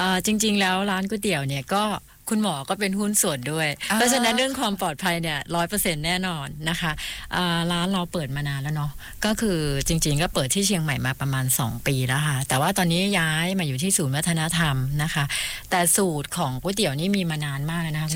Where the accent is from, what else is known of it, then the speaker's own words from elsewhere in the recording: Bangkok, Thailand; ส่วนตัวดิฉันเองเนี่ยมาจากกรุงเทพ